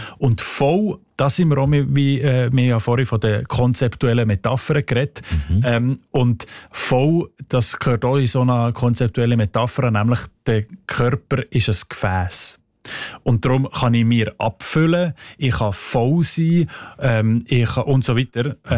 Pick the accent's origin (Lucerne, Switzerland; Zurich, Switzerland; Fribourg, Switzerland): Fribourg, Switzerland; accent: Sensler German; Was für Redewendungen als die Leute im Seislerdeutschen, also in meinem Dialekt, brauchen für betrunken sein